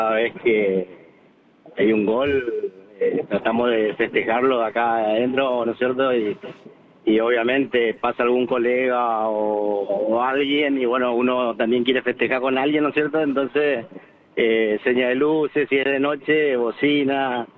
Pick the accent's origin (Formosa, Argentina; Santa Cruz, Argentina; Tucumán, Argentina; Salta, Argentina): Formosa, Argentina; Soy de Formosa.